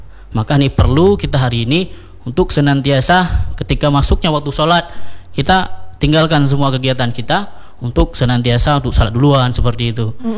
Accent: Aceh, Indonesia; apalagi kita kan Aceh nih, di mana-mana warkop.

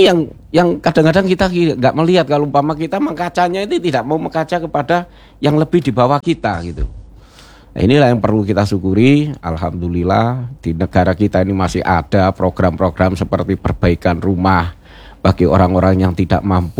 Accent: Malang, East Java, Indonesia; now in Tanjung Pinang, Indonesia; saya kebetulan saya ini tinggal, apa, asli saya orang Jawa dari Malang.

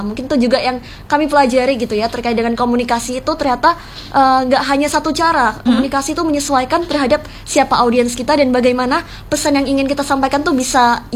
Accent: East Java, Indonesia; Sebenarnya orang Jawa juga sih kak. Aku dari Ngawi, Sidoarjo.

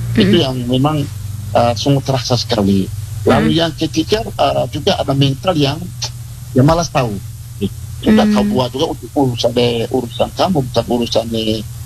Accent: East Nusa Tenggara, Indonesia; kami orang Ngada

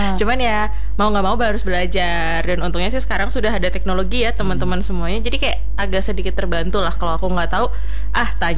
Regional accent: Java, Indonesia; accent: medok (thick Javanese); now in Central Kalimantan, Indonesia; Karena mungkin logatku terlalu medok

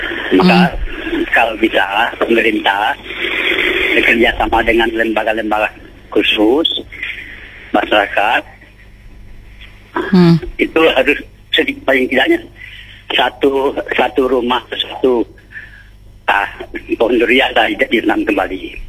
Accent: Sanggau, West Kalimantan, Indonesia

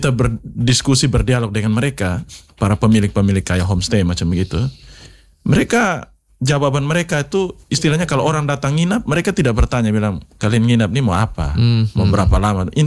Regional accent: Kupang, East Nusa Tenggara, Indonesia; kita orang Kupang

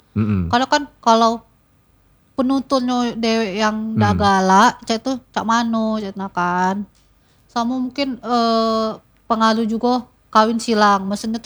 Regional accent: Bengkulu, Indonesia; karena kan kita orang Bengkulu cak, jadi pakai bahasa Bengkulu aja cak itu nah

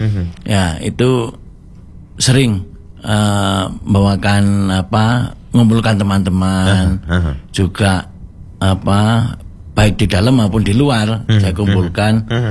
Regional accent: Malang, East Java, Indonesia; Saya kan orang Malang.

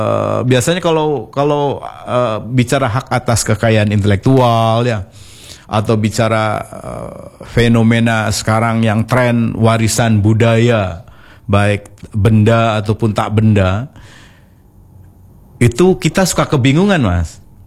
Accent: Cirebon, West Java, Indonesia; accent: Cirebonese; first language Cirebonese; Indonesian is a second language; saya pengen bicara ngomongkan soal bahasa ibu saya kan, bahasa Cirebon kan.

